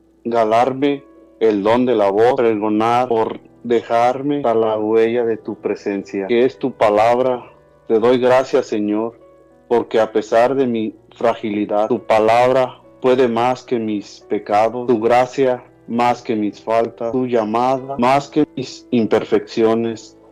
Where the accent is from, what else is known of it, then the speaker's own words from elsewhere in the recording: Ciudad Hidalgo, Michoacán, Mexico; Soy originario de México, de Ciudad Hidalgo, Michoacán